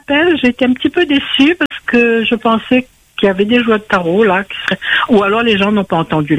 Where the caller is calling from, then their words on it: Le Tampon, Réunion; J'habite au Tampon